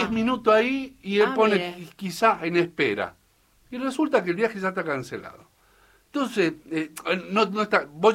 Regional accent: Salta, Argentina; Anta, mi tierra arisca!

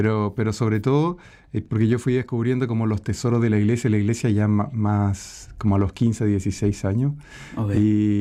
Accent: Chile; moved away as an adult; now in Argentina; Somos de Chile.

